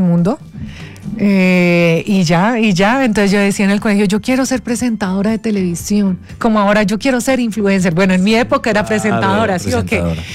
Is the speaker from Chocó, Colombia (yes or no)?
no; Popayán, Cauca, Colombia; born there; also born or lived in Paris, France; now in Bogotá, Colombia; Mira, yo crecí en Popayán, Cauca.